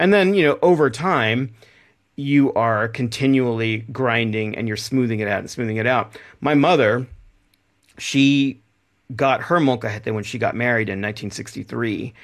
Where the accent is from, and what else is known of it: Texas, United States; born or raised there